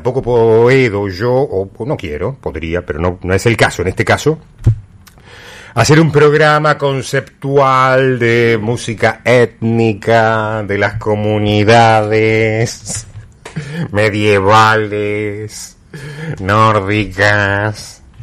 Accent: Argentina; para recordar que somos argentinos.

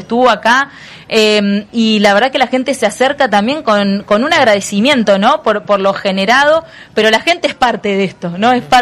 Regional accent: Santa Fe, Argentina

